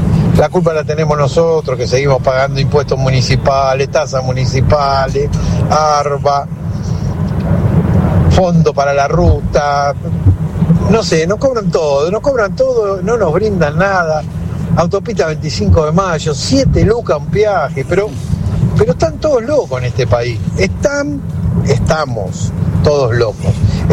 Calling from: Ramos Mejía, Buenos Aires Province, Argentina; de Ramos Mejía

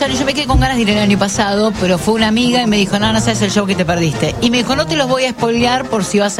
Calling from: Espeleta, Buenos Aires Province, Argentina; dejo mis números de documento para participar

